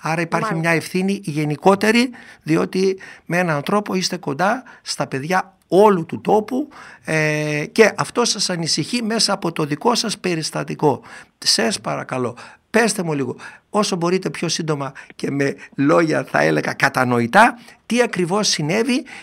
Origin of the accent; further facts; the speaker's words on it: Doirani, Central Macedonia, Greece; επειδή είμαι χωριάτης από Δοϊράνη Κυλκής και είμαι και υπερήφανος γι' αυτό, έχω μεγαλώσει με τα μαντρόσκυλα